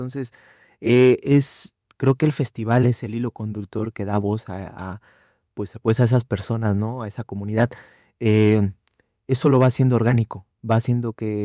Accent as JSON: {"language": "Spanish", "country": "Mexico", "said": "Yo no vivo allá, yo soy de aquí de México"}